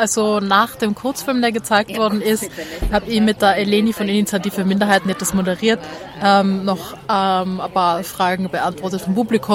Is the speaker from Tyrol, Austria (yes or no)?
yes; Innsbruck, Tyrol, Austria; Also ich bin in Innsbruck geboren, aufgewachsen, also nie woanders gelebt, bin treu geblieben.